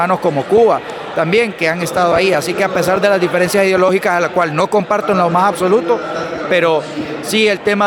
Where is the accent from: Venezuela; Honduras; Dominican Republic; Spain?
Honduras